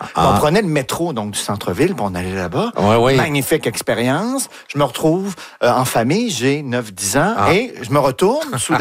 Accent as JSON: {"language": "French", "town": "Quebec City", "region": "Quebec", "country": "Canada", "said": "Moi, je viens de Québec, en fait."}